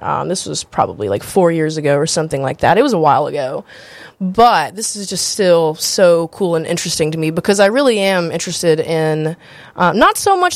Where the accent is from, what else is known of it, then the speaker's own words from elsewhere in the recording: Florence, Alabama, United States; moved away; So I'm from Florence, Alabama, like the Shoals area, Florence, Muscle Shoals, Sheffield, Tuscumbia, Cherokee, you know, that whole little, it's a bunch of little places all in one, the Shoals.